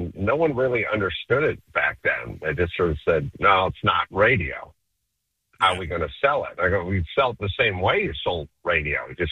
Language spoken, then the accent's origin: English; Los Angeles, California, United States; You know, I grew up in Los Angeles.